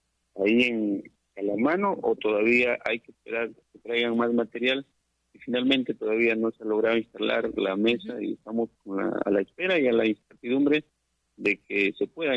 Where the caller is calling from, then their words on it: Chiclayo, Lambayeque, Peru; Desde José León Ortiz, acá de Chiclayo, de la Mayque.